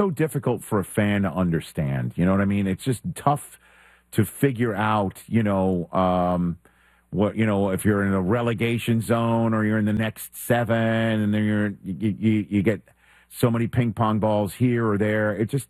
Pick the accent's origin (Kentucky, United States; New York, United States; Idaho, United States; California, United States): New York, United States; You know, I'm a New Yorker, Jeff.